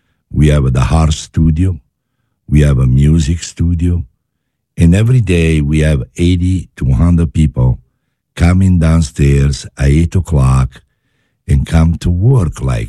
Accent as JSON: {"language": "English", "town": "Naples", "region": "Campania", "country": "Italy", "tie": "born or raised there", "also_born_or_lived": "Milan", "second_language": "English", "moved": "as an adult", "lives_now": "United States", "said": "born in Naples and raised in Napoli. In Milano."}